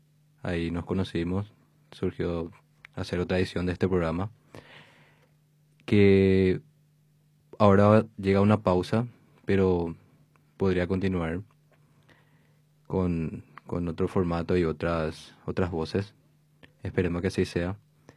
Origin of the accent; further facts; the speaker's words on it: Areguá, Central, Paraguay; las municipales de Areguá, de donde soy.